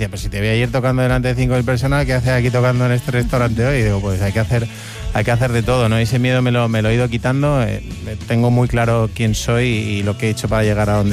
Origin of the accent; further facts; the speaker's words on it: Cádiz, Andalusia, Spain; moved away; Siempre he estado, yo desde que salí de mi casa de Cádiz, siempre he estado rodeado de música y siempre me he dedicado a la música